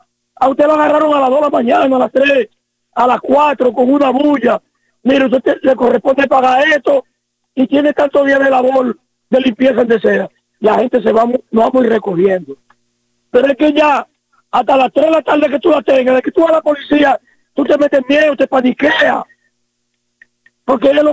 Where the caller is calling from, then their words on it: Dominican Republic; nosotros somos dominicanos y somos alegres